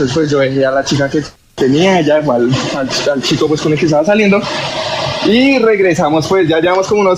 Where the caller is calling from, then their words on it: Mosquera, Cundinamarca, Colombia; Desde Mosquera con mi mamá.